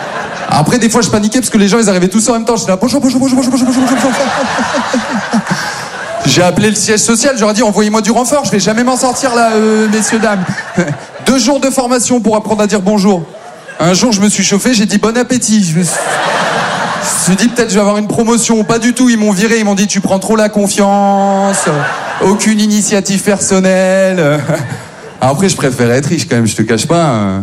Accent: Maubeuge, Hauts-de-France, France; now in Paris, France; Moi, je viens de Maubeuge. Ouais, ça met jamais une bête d'ambiance, t'as vu, jamais les gens sont contents, quoi. Non, Maubeuge, c'est une petite ville dans leur Pas-de-Calais, maintenant tout va bien, j'habite à Paris.

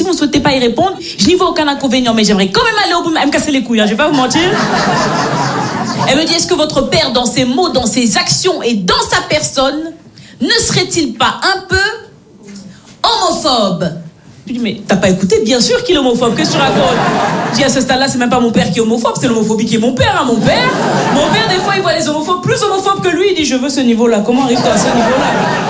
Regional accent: Belgium; Moi, je suis née et j'ai grandi en Belgique. Mes parents sont nés, ils ont grandi au Cameroun.

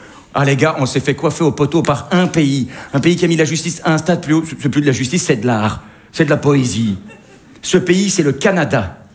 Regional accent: Belgium

